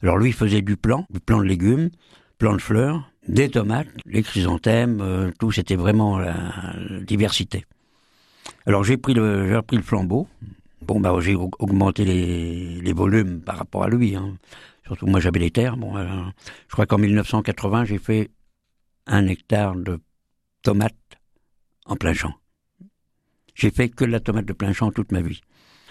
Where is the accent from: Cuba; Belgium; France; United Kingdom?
France; Frontenay-sur-Dive, Nouvelle-Aquitaine; Voilà, je suis originaire de Frontenay-sur-Dive, à côté de Saint-Jean-de-Sceaux, entre Mirbeau et Loudun, Nord-Vienne. J'y suis toujours, voilà.